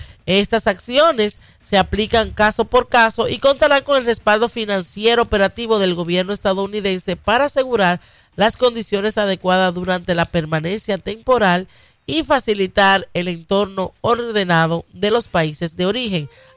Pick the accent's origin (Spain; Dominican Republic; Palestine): Dominican Republic; la República Dominicana, mi tierra.